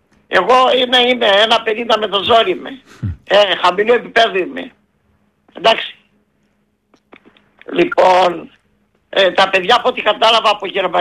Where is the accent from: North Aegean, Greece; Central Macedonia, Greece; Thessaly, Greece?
Central Macedonia, Greece; Lachanadi; Και εγώ θα σου πω, το χωριό μου είναι στα σύνορα Κιλκής, Σερό Θεσσαλονίκης, και ανοίγει στη Θεσσαλονίκη η Νικόπολη, κοντά στην Ξυλούπολη, ναι, στο Λαχανάδι.